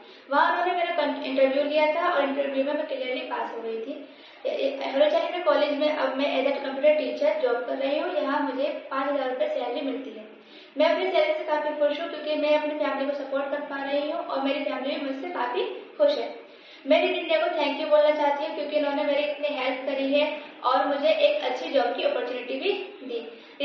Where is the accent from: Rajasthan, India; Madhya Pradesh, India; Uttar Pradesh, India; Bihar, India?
Uttar Pradesh, India; Rampur; मैं PWD colony Badauli टोला रामपुर उत्तर प्रदेश की रहने वाली हूँ।